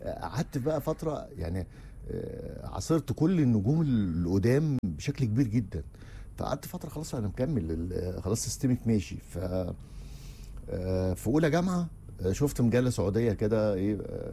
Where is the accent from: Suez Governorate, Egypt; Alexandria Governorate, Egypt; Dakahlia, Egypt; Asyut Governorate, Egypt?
Dakahlia, Egypt; Mansoura; أنا من المنصورة